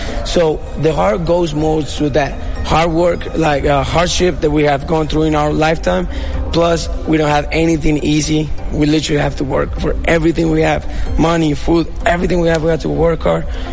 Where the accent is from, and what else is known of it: Colombia